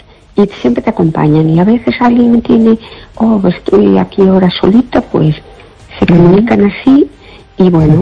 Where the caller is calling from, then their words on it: Fene, Galicia, Spain; Hola, buenas noches … de Fene, ¿qué tal?